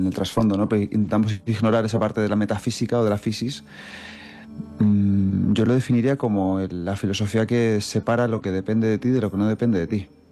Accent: Manzanares, Castilla-La Mancha, Spain; Yo siempre digo que es como cuando yo era pequeño y estaba en mi pueblo, ¿no? Yo soy un pueblo de Ciudad Real muy chiquitín, de Manzanares. Bueno, no tan chiquitín, somos 15, 18.000.

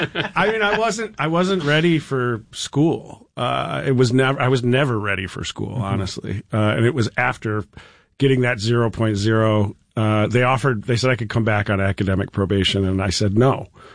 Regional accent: Homer, New York, United States; moved away; So I grew up in Homer

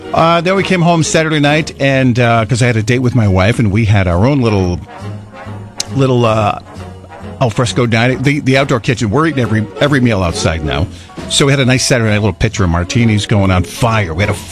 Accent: Coventry, Rhode Island, United States; my hometown, Coventry America 250 Parade, which was fantastic in my hometown, Coventry, Rhode Island. So I was right there on South Main Street. And so I'm at my hometown.

